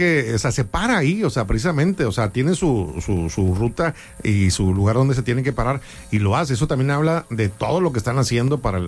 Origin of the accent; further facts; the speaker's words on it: Apodaca, Nuevo León, Mexico; Orgullosamente soy del municipio de Apodaca